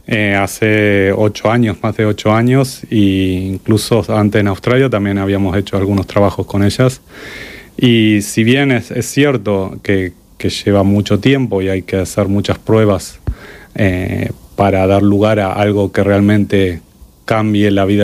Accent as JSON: {"language": "Spanish", "country": "Argentina", "also_born_or_lived": "Spain", "said": "yo soy argentino, en Argentina como en España, donde hice mi doctorado, en la Autónoma de Madrid"}